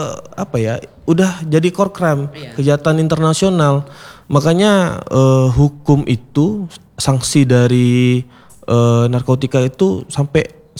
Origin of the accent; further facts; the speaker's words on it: Riau, Indonesia; Saya dari Riau, Pak. Jadi pernah punya tetangga yang memang dia tuh pengguna, penyalahguna.